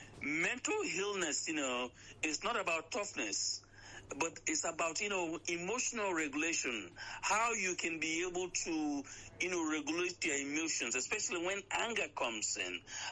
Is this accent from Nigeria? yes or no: yes; Nigeria; now in United States; I am also a Nigerian, but I am here in the U.S.